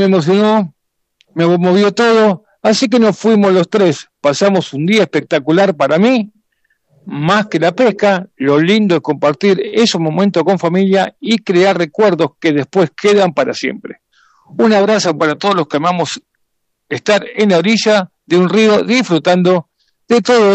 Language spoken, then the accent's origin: Spanish; Santiago del Estero, Argentina; now in Buenos Aires, Argentina; nací y me crié en Santiago del Estero